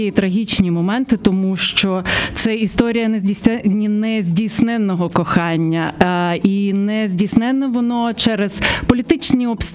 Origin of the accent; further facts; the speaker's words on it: Mariupol, Donetsk Oblast, Ukraine; Я родом з Маріуполя, і мені здається, що я вірю в те, що людину створюють ландшафти. І, звісно, на нас впливає і те, що я виросла на морі